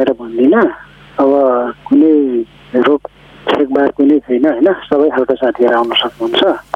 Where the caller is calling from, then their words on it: Udayapur, Koshi Province, Nepal; म उदयपुरबाट